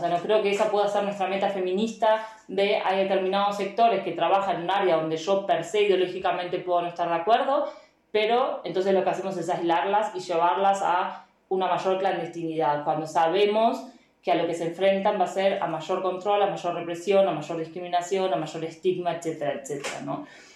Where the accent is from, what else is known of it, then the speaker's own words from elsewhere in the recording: Argentina; now in Vienna, Austria; Yo vengo originalmente de Argentina